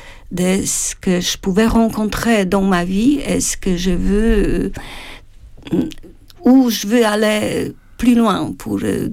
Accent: Wrocław, Lower Silesian Voivodeship, Poland; moved away; Je suis de Wrocław

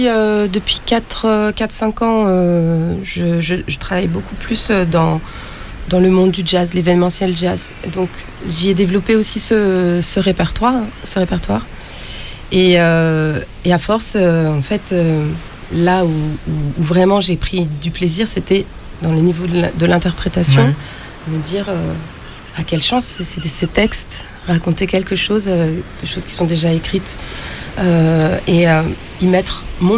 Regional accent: Paris, Île-de-France, France; moi, je suis parisienne du 17e, 18e arrondissement. J'ai été beaucoup serveuse et j'ai travaillé dans les bars de Montmartre.

